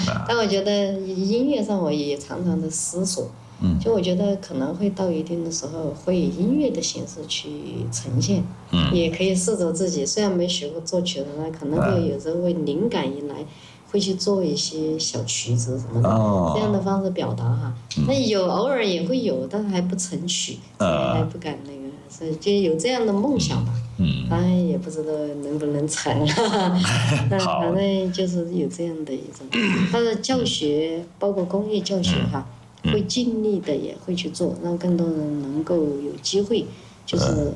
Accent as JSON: {"language": "Chinese", "region": "Guizhou", "country": "China", "said": "我们贵州的山歌"}